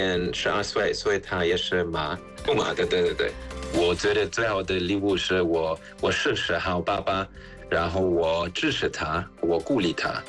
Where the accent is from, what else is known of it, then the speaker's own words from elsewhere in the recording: Germany; Chinese is a second language; now in China; 我们德国人喜欢带家庭带小孩去一个农民的地方农场，